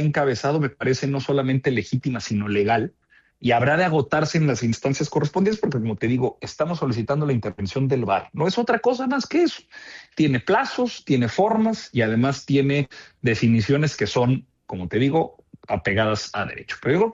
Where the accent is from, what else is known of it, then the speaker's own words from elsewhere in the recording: Coahuila, Mexico; somos tan coahuilenses